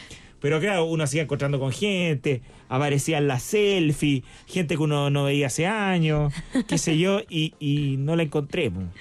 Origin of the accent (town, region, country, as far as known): Chile